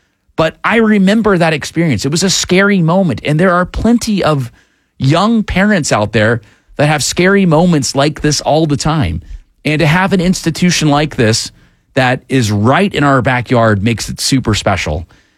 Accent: Atlanta, Georgia, United States; number one, I grew up in Atlanta, so I've always known this institution to be what it is.

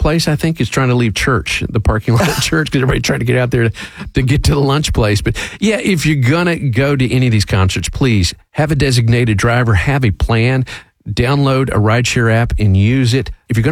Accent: Alabama, United States; growing up in Alabama

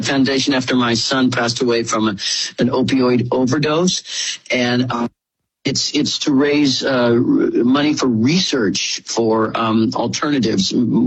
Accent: Leavenworth, Kansas, United States; I love my hometown. It's a very special town. It didn't grow like crazy like all the other towns did.

